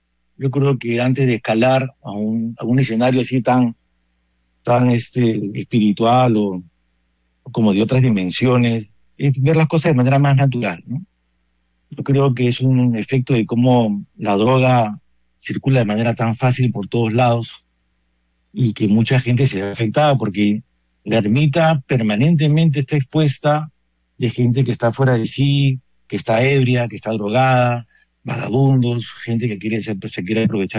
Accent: Colombia; Yo soy colombiano, padre, de corazón. Soy sacerdote diocesano.

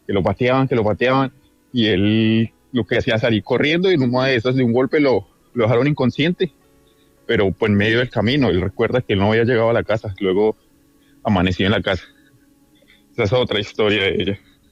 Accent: Boyacá, Colombia; Bueno, entonces la tercera historia ya viene, yo soy de Boyacá.

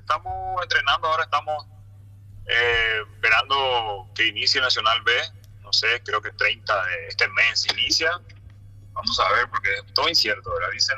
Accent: Paraguay

